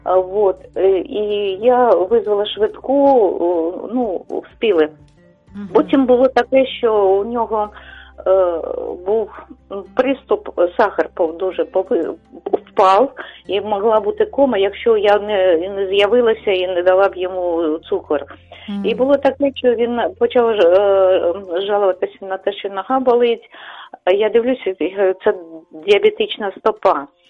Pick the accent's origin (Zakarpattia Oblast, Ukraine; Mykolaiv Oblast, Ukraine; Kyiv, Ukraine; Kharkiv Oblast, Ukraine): Kharkiv Oblast, Ukraine; Kharkiv; я з Харкова.